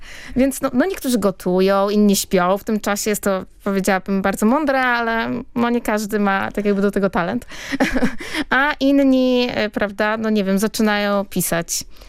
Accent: Połaniec, Świętokrzyskie Voivodeship, Poland; ja tam dalej mieszkam, jakby pomieszkuję, bo ja tak jeżdżę pomiędzy Turcją a Polską i dużo, no dalej mieszkam w Połańcu.

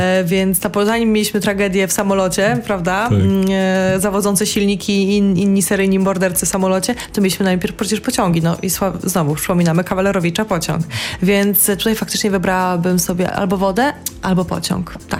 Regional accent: Gdańsk, Pomeranian Voivodeship, Poland; Ja jestem sama z Gdańska, wychowałam się w Gdańsku

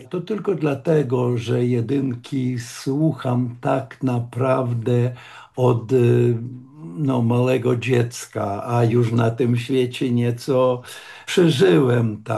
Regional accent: Ukraine; Polish is a second language; ja się urodziłem i wychowałem w miejscowości, która leży od granicy niniejszej ukraińsko-polskiej granicy. Oczywiście leży w odległości jakie 10, 15 może już do samego domu kilometrów

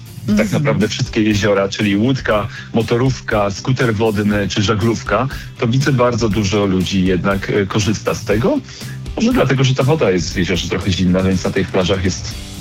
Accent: Warmian-Masurian Voivodeship, Poland; ja pochodzę z Mazur

